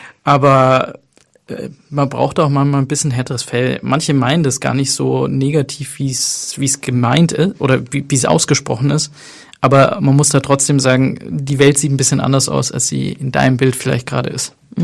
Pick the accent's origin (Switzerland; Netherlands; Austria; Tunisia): Tunisia; Habe ich halt gesagt, meine Mutter kommt aus Tunesien. Ich bin Tunesier.